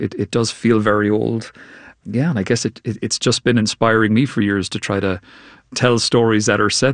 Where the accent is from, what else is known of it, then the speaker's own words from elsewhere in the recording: Cork, Munster, Ireland; so I'm from Cork, which is in the southwest of Ireland. So it's a lovely place. It's beautiful, and it's very quiet, and there's a nice, slow, peaceful quality of life there.